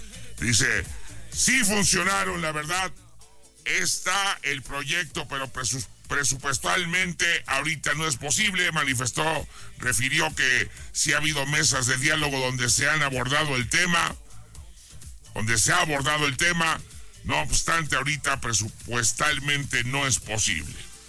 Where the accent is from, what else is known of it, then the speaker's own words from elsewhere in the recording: Guadalajara, Jalisco, Mexico; now in Aguascalientes, Mexico; tengo ganas de ir a mi tierra